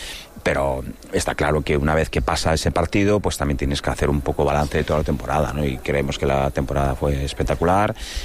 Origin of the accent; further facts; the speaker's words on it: A Coruña, Galicia, Spain; soy de Coruña y no había pasado nada igual